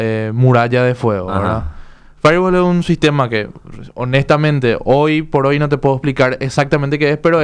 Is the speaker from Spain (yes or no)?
no; Uruguay; un país como el nuestro, que estamos entre medio de dos grandes países como son Argentina y Brasil.